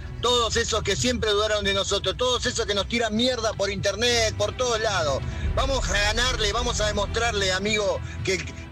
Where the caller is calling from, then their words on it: Argentina; somos argentinos